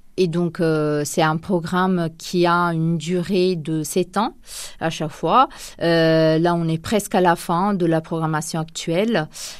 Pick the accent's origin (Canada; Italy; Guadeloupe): Italy; French is a second language; now in Poitiers, France; Oui, je viens d'Italie.